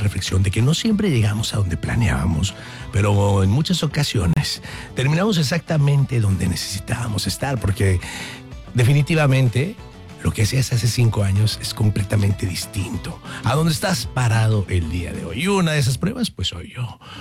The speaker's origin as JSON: {"language": "Spanish", "town": "Monterrey", "region": "Nuevo León", "country": "Mexico", "tie": "born there", "said": "yo soy de Monterrey, sí, vivo, soy nacido en Monterrey, y vivo en Monterrey, obviamente, pero en ese entonces, viví fuera de la ciudad"}